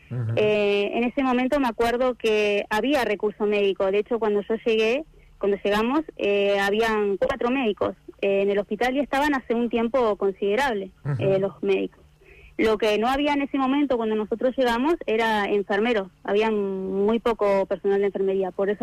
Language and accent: Spanish; Comodoro Rivadavia, Chubut, Argentina; Yo soy de Comodoro, y cambiar de la ciudad a un pueblito más chico, más tranquilo, y que nos hayan dado la vivienda, ese era un plus muy grande.